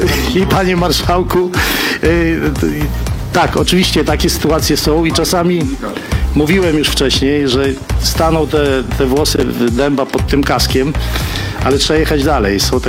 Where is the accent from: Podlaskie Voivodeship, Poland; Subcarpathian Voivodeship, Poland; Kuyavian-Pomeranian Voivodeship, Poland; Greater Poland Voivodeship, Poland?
Podlaskie Voivodeship, Poland; Białystok; czyli Białystok Podlaskie, jestem stąd, za każdym razem dumnie wiozę logo, za każdym razem pamiętam o tym, że jestem że mam tu kibiców, że mam tutaj Białostoczan, którzy trzymają mocno kciuki.